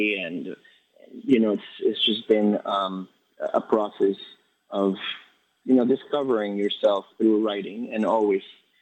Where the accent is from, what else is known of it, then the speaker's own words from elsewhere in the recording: Guayaquil, Guayas, Ecuador; moved away; So I'm originally from Ecuador, Guayaquil, Ecuador, the coast.